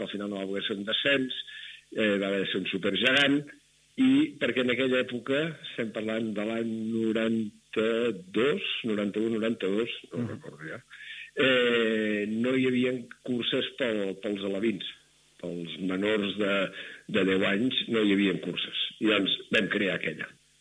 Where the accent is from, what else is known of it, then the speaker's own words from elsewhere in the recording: Barcelona, Catalonia, Spain; Jo sóc fill de Barcelona